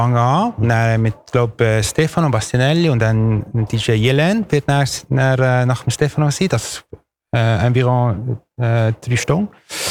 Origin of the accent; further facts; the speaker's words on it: Chiasso, Ticino, Switzerland; German is a second language; So, ich bin Schottländer, ich bin Italiener, ich komme von, aber ich bin auch ein Designer und dann, wenn man mehr... geht, dann bin ich wirklich von Chiasso.